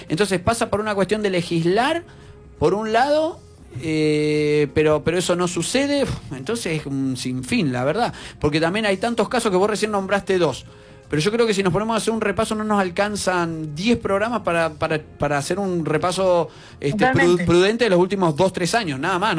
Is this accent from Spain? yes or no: no; Argentina; Entonces, somos Argentina y también la idiosincrasia marca que nosotros siempre hacemos la trampa